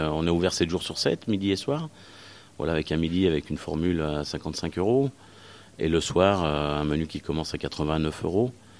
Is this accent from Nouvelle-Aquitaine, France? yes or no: no; Bourg-en-Bresse, Auvergne-Rhône-Alpes, France; moved away; also born or lived in Lyon; même si je suis pas d'ici, je suis lyonnais, enfin même de Bourg-en-Bresse.